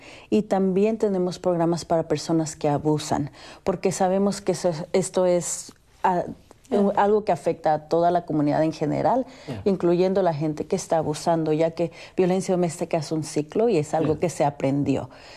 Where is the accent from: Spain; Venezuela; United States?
United States; San Rafael, California; quería volver aquí y trabajar aquí en la comunidad donde yo crecí aquí en San Rafael.